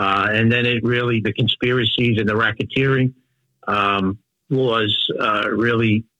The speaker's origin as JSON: {"language": "English", "town": "Bronx", "region": "New York", "country": "United States", "tie": "born or raised there", "said": "in my neighborhood where I grew up in the Bronx, a very nice section called Country Club, the ethnic backgrounds are Irish, Italian."}